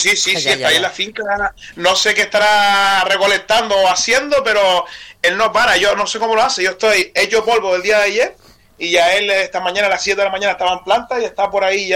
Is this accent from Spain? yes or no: yes; Valsequillo de Gran Canaria, Canary Islands, Spain; yo soy de Valsequillo